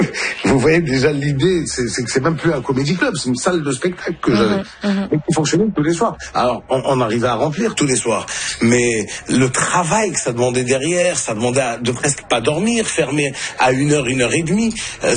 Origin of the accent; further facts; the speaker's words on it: Morocco; Nous on vient du Maroc à la base.